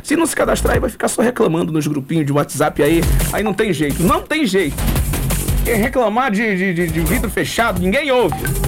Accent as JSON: {"language": "Portuguese", "town": "Santana", "region": "Amapá", "country": "Brazil", "tie": "born or raised there", "said": "Onde eu nasci, cresci, me criei, tô criando meus filhos e espero ficar por aqui, sempre durante muito tempo. Sempre falo pra todo mundo que eu não tenho nem o mínimo pingo de vontade de sair de Santana, da minha cidade."}